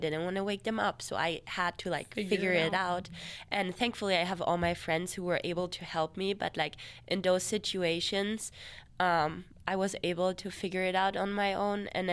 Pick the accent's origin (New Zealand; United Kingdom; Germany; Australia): Germany; moved away as an adult; now in Texas, United States; I'm actually going to go home closer to my family again, Germany